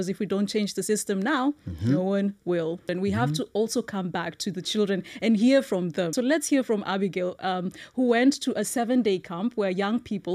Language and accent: English; Kenya; first language Kikuyu; English is a second language; I had to Google it today to know what a lion is called in Kikuyu, which is my native language.